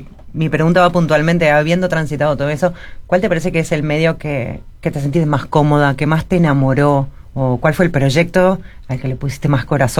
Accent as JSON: {"language": "Spanish", "region": "Montevideo", "country": "Uruguay", "lives_now": "Punta del Este, Uruguay", "said": "Somos de Montevideo, sí."}